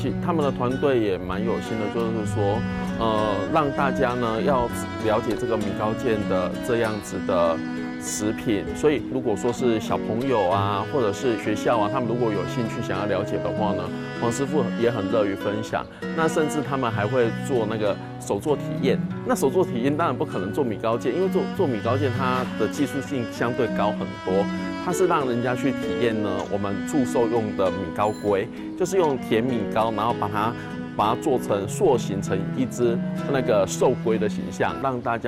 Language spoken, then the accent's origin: Chinese; Taiwan; 茯苓糕它等同是我们台湾的松糕